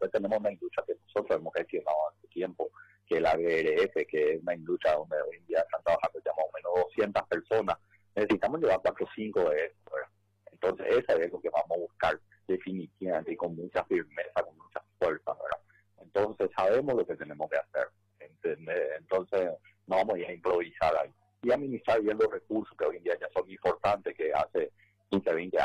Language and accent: Spanish; Mallorquín, Alto Paraná, Paraguay; born there; Yo nací en Mallorquín. Y con mi familia vivo ahí, y voy a morir en mi comunidad, ¿verdad?